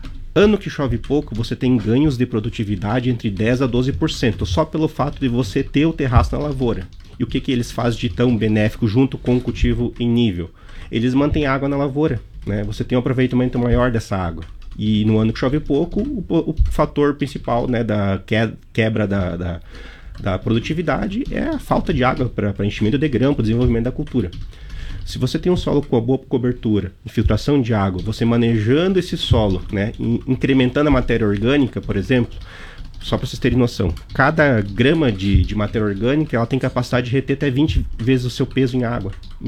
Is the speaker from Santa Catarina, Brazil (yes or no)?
yes; Santa Catarina, Brazil; moved away as an adult; now in Western Santa Catarina, Brazil; eu não sou natural do Alto, eu não sou natural aqui do Oeste, Santa Catarina, né? Eu sou natural do Alto Vale Itajaí